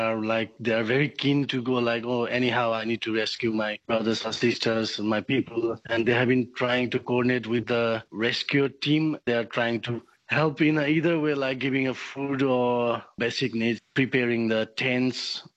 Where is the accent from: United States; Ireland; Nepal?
Nepal; English is a second language; now in Australia; as my hometown is very far from there, and most of my friends who used to live in Nepal, they have been still going and trying to help in that area.